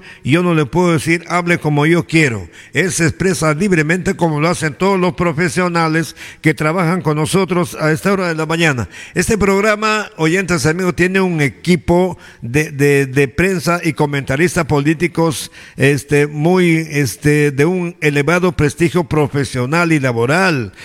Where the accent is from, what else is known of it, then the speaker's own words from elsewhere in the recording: Amazonas, Peru; como amazonense, reclamamos lo justo, ¿no? Para Amazonas.